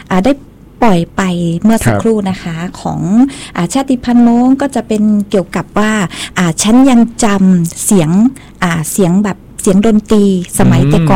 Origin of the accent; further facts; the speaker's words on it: Nan Province, Nan, Thailand; moved away as an adult; now in Chiang Mai, Thailand; พี่มาจากจังหวัดน่านอยู่บ้านป่ากลาง